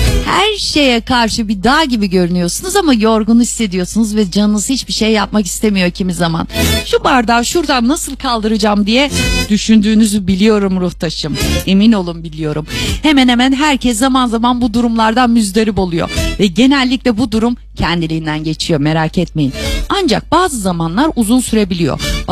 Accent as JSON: {"language": "Turkish", "region": "Western Black Sea", "country": "Turkey", "tie": "born or raised there", "said": "Batı Karadeniz'in en yükselen sesi. Kendi memleketimin frekansındayım."}